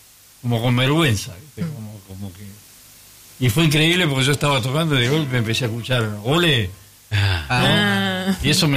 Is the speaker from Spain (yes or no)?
no; Villa Diamante, Buenos Aires Province, Argentina; born there; also born or lived in Monte Grande; Cuando era chico escuchaba, primero en Villa Diamante, pues yo vivía ahí, y después en Monte Grande